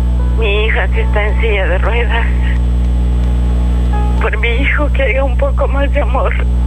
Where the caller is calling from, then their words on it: McAllen, Texas, United States; de McAllen.